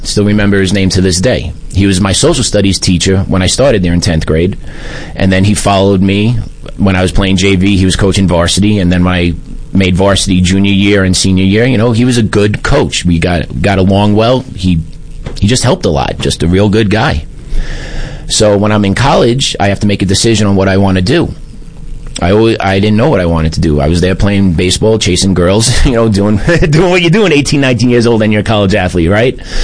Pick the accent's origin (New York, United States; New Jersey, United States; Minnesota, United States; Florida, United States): New York, United States; Queens; accent: New York; also born or lived in Long Island; now in Colorado, United States; The accent is pretty heavy. I grew up in Queens, New York, and moved to Long Island in my later years, then out to Colorado.